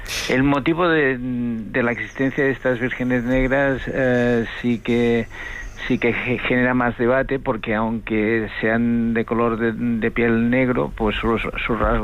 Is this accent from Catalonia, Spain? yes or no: yes; Manresa, Catalonia, Spain; yo soy originario de Manresa, que está relativamente cerca de Montserrat